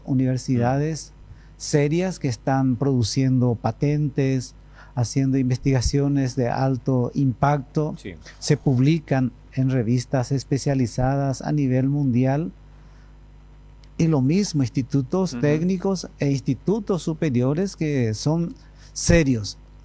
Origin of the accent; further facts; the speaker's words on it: Caacupé, Cordillera, Paraguay; yo nací en Cacupé